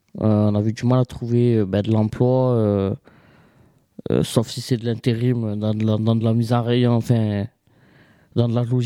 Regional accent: Provence-Alpes-Côte d'Azur, France; Alors, je suis issu des quartiers des Bouches-du-Rhône, de la cité Bariol.

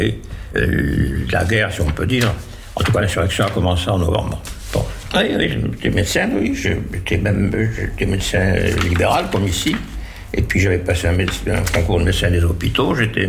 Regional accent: Tlemcen, Tlemcen Province, Algeria; moved away as an adult; also born or lived in Algiers, Algeria / Montpellier, France; now in France; Je suis né en Algérie, en 27. 19 ans, bien sûr. J'ai 98 ans. Je suis en Algérie. J'ai fait une partie de mes études primaires et secondaires en Algérie, une ville qui s'appelle Tlemcen.

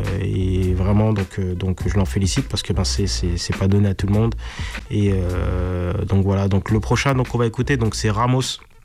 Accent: Grenoble, Auvergne-Rhône-Alpes, France; on est grenoblois, mais on est sur Grenoble maintenant, mais on n'oublie pas d'où l'on vient.

